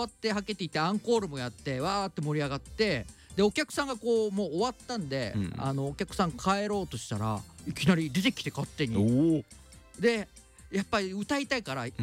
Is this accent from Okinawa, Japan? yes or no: yes; Okinawa, Japan; moved away; 僕の地元に